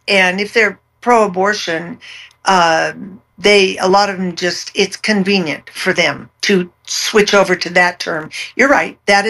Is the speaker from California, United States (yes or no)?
yes; California, United States; We were raised in California.